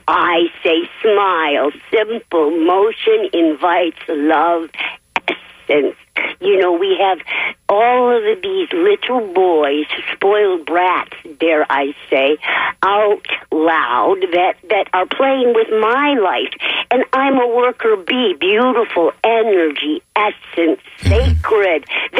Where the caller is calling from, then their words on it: Mulberry, Florida, United States; Hi, I'm calling from Mulberry, Florida. And, you know, I smile because … I'm a Poco Loco poet warrior living in Mulberry.